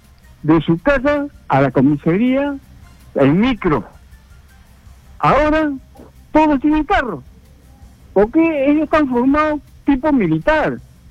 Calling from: Lima, Peru

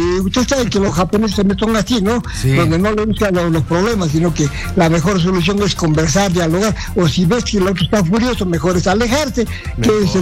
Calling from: Puno, Peru; le llamo de Puno.

